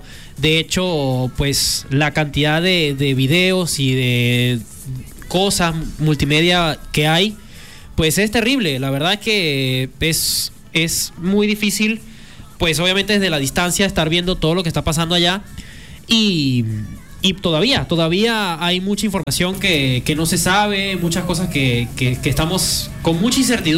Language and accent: Spanish; Venezuela; now in Mexico; como venezolano, yo personalmente hablo por mi experiencia. Yo crecí con la teoría de que Venezuela está relativamente protegida geográficamente